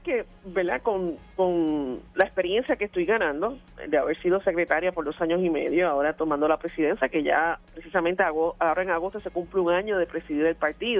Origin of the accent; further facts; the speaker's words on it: Puerto Rico; cada vez más somos víctimas los puertorriqueños